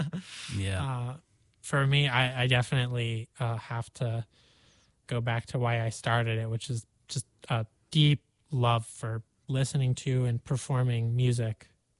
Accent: Vermont, United States; given that I'm from Vermont, I like to take walks. I like to ski. I like to hike.

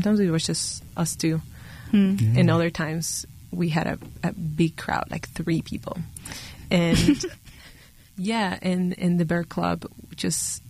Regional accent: Dominican Republic; now in United States; Again, I am not from this country. Right. I'm from Dominican Republic. We don't have cardinals there.

